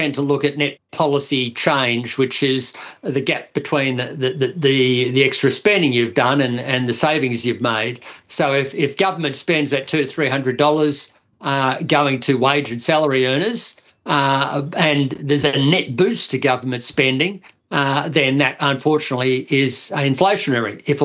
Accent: Australia; look, as an Australian, I don't mind getting $200 to $300 back

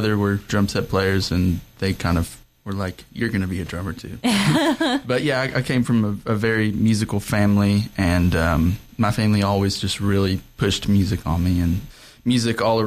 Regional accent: Morristown, Tennessee, United States; also born or lived in Hamburg, Michigan; now in Knoxville, United States; I was born in Hamburg, Michigan. Okay. Lived there for the first 3 or so years of my life, and then moved down to Tennessee in Morristown. And yeah, lived there until I came to college, and then I've been in Knoxville ever since then.

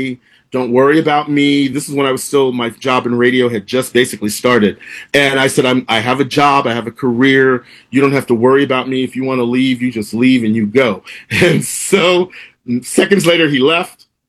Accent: Texas, United States; So at my mother's funeral, it took place at the church that I grew up in Texas.

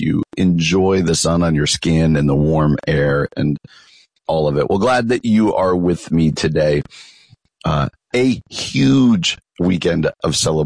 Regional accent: East Coast, United States; I grew up out on the East Coast, and we used to, we had school till June 20.

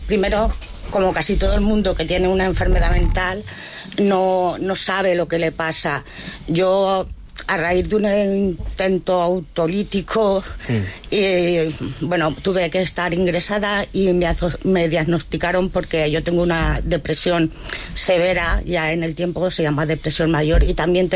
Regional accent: Cuenca, Castilla-La Mancha, Spain; Yo no tengo familia de aquí, soy de Cuenca, por eso entiendo el valenciano, pero hablo castellano, me da vergüenza.

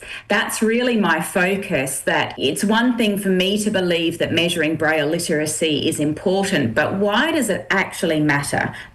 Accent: Adelaide, South Australia, Australia; born or raised there

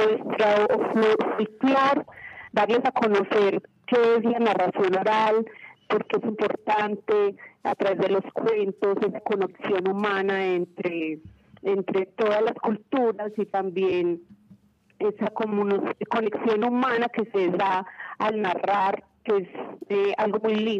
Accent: Medellín, Antioquia, Colombia; Vinimos desde Colombia, Medellín

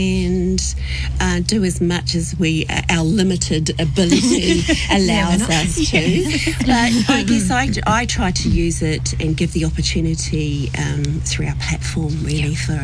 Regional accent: New Zealand; not just being a New Zealander, but being Pacific was even harder.

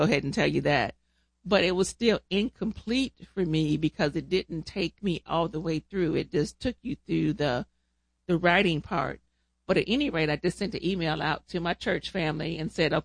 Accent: Toledo, Ohio, United States; now in Chattanooga, United States; I am originally from Toledo, Ohio. I'm residing now in Chattanooga, Tennessee with you.

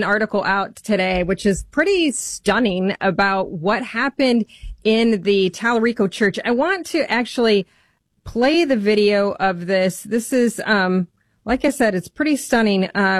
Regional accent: Michigan, United States; the state of Michigan, my home state

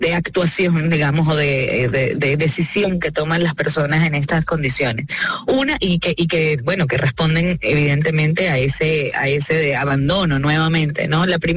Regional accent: Caracas, Capital District, Venezuela; moved away; a pesar de que soy caraqueña.

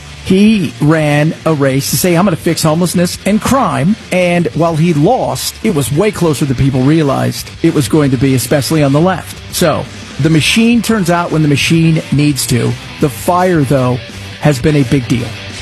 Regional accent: Los Angeles, California, United States; I am from Los Angeles. I don't even recognize it anymore.

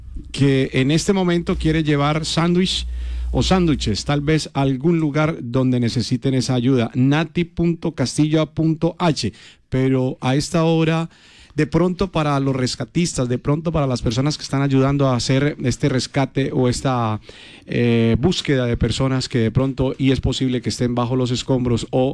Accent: Girardota, Antioquia, Colombia; moved away as an adult; also born or lived in Medellín; now in Pereira, Colombia; mi familia vive en Girardota. Yo crecí en Girardota, pero nací en Medellín. mi cédula dice Medellín y nací en el Pablo Tobón Uribe, que es un hospital de Medellín. Por eso digo yo que soy medellinense y de Antioquia. Y Girardota es de Antioquia, pero estoy en Pereira.

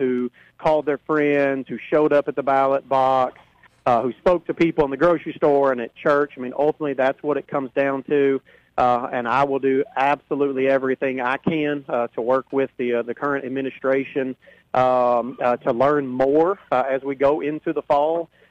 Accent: Hopkinsville, Kentucky, United States; Hopkinsville as a whole has been my city, has been my hometown for almost 50 years.

